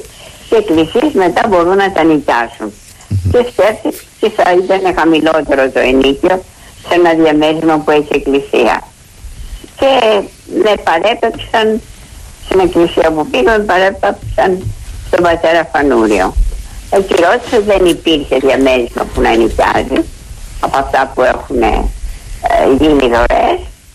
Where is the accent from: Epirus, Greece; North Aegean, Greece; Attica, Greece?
Attica, Greece; Athens; born there; now in Piraeus, Greece